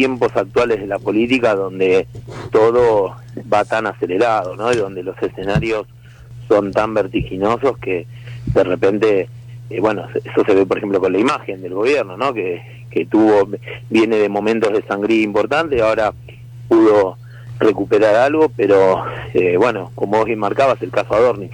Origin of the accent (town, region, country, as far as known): Argentina